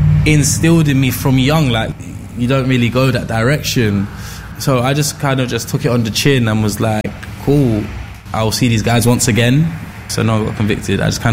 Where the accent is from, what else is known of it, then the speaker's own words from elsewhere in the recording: London, United Kingdom; home country to see what life is really like, hardship, and to see how privileged you are to have been growing up in London.